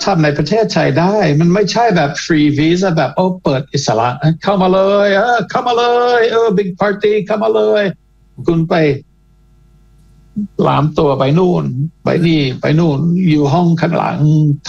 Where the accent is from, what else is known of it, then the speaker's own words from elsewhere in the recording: Canada; now in Thailand; ผมเองเป็นคนแคนาดา